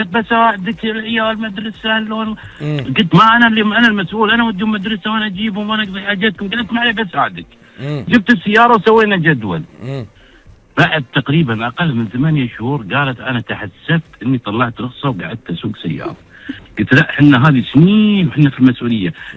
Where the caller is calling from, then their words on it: Saudi Arabia; كان عندنا في السعودية يمكن الحرمة ما كانت تسوق عندنا في السعودية.